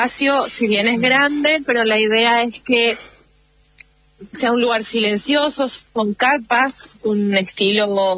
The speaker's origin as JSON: {"language": "Spanish", "town": "Ciudad del Este", "region": "Alto Paraná", "country": "Paraguay", "tie": "born there", "said": "Yo nací en Ciudad del Este, en Paraguay."}